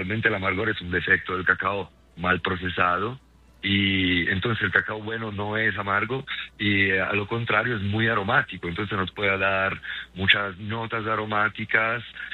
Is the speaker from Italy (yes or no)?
yes; Italy; Spanish is a second language; yo llego del mundo de la gastronomía, obviamente, pues por el acento, ¿no? Soy italiano